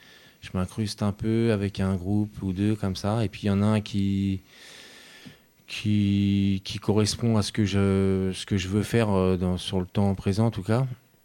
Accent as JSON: {"language": "French", "town": "Montreuil", "region": "Île-de-France", "country": "France", "moved": "as an adult", "lives_now": "Yonne, France", "said": "Alors, moi, je suis de Montreuil à la base. Je suis un pur Montreuilois. Et en 2012, je décide de partir un peu de la banlieue."}